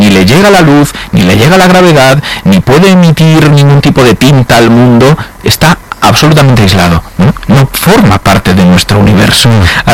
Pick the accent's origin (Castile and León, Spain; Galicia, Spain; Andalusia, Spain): Galicia, Spain; Yo es que soy gallego, ¿eh?